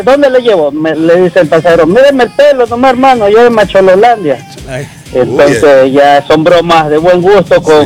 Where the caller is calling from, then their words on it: Ecuador; Aquí bajando del barrio Chocholandia, conocido como el Panecillo.